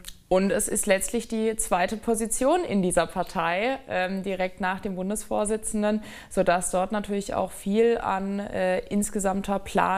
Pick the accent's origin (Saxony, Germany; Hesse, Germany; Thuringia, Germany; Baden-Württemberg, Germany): Baden-Württemberg, Germany; Ettlingen; Naja, Ettlingen bleibt absolut meine Heimat. Es ist eine wunderschöne Stadt, die mir sehr, sehr am Herzen liegt, genauso wie die gesamte Region. Meine Familie wohnt hier